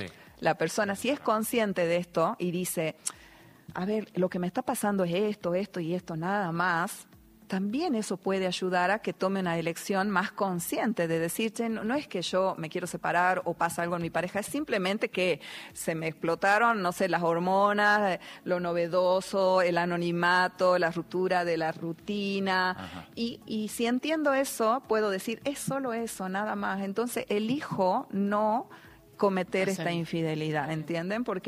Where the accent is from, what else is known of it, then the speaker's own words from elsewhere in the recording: Argentina; somos argentinos y que somos pasionales de abrazarnos, de celebrar